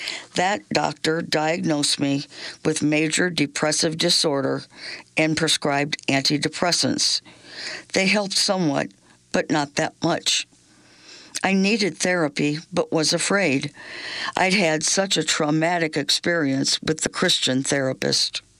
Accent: Columbia, Missouri, United States; born or raised there

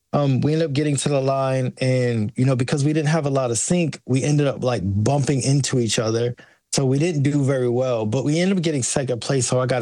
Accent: United States; No, because I'm an American kid. We didn't soccer. We don't play no soccer.

